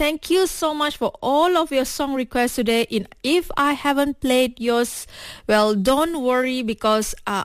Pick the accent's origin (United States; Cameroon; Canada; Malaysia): Malaysia; Kuching, Sarawak; Kuching, my hometown